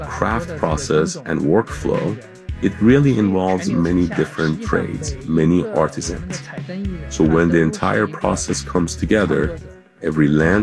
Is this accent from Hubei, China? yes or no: no; Zigong, Sichuan, China; I'm from Zigong. In this place, it's lantern tradition, it's history. It actually goes back close to 1,000 years.